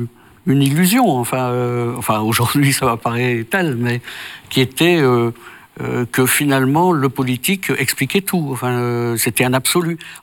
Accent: Tourcoing, Hauts-de-France, France; born or raised there

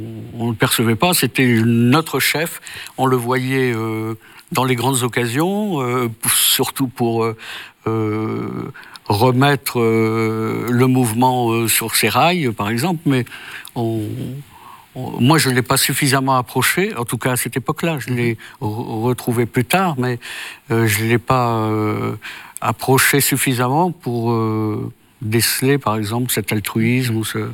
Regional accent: Tourcoing, Hauts-de-France, France; born there; Dans le Nord, oui. Je suis né dans le Nord, je suis né à Tourcoing, dans un milieu modeste.

